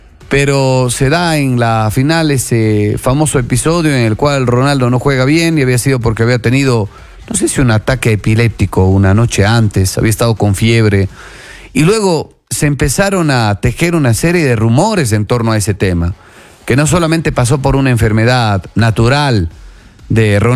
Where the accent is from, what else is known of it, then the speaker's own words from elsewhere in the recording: Ecuador; en esa época era niño, tenía 12 años. Obviamente como ecuatoriano, como sudamericano